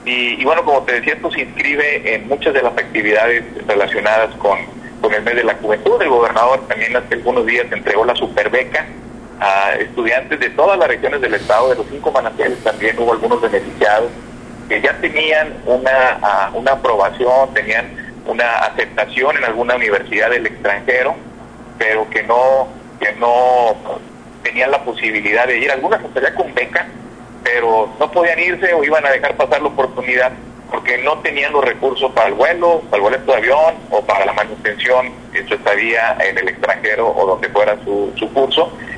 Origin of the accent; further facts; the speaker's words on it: Coahuila, Mexico; somos, coahuilenses y hermanos todos